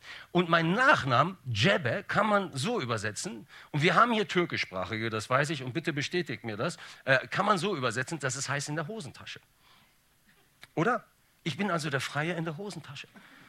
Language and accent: German; Bielefeld, North Rhine-Westphalia, Germany; born there; Ja, ich bin eigentlich gebürtiger Ostwestfale, echter Bielefelder.